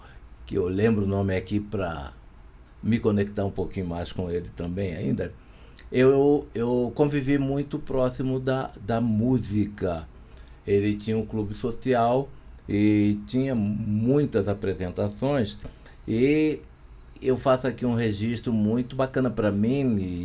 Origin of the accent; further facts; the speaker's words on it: Rio de Janeiro, Brazil; born there; now in Brasília, Brazil; eu sou um jovem de 81 anos, vou fazer 82, e venho lá do Rio de Janeiro